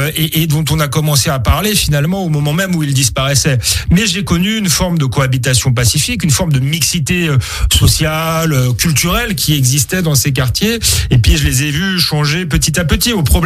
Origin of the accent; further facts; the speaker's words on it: Saint-Denis, Île-de-France, France; also born or lived in Épinay-sur-Seine; Moi, j'ai grandi à Épinay-sur-Seine et à Saint-Denis